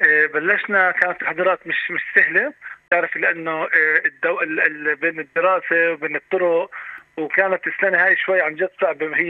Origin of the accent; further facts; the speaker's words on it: Palestine; احنا كمسرحيين فلسطينيين